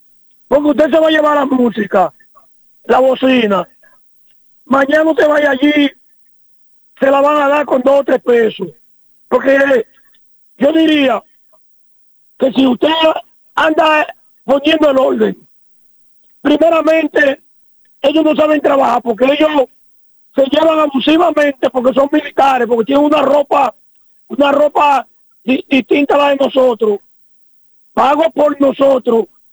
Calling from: Dominican Republic; nosotros somos dominicanos y somos alegres

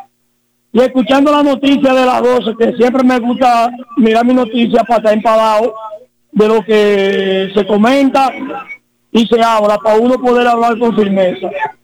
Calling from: Dominican Republic; eso son cosas que irritan a uno como dominicano.

